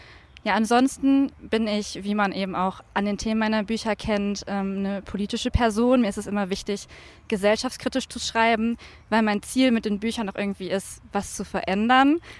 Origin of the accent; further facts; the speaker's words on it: Essen, North Rhine-Westphalia, Germany; born there; now in Freiburg im Breisgau, Germany; Ich wurde tatsächlich nicht in Freiburg geboren, sondern in Essen. Und passend zu Essen, das man ja so als Ruhrgebiet, Industriestadt, Arbeiterstadt kennt, komme ich auch aus einer Arbeiterfamilie.